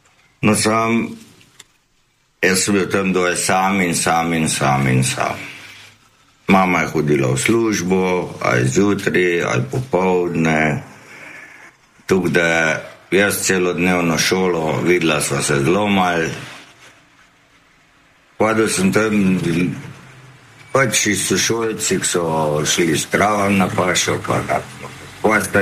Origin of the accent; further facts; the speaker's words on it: Zagorje ob Savi, Central Sava, Slovenia; also born or lived in Trbovlje; Ja, rodil sem se v bistvu v Trbovljih v bolnici, da ga živel pa v Zagorju, v Savi.